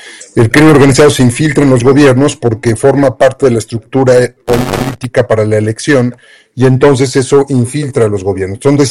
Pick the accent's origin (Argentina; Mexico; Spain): Mexico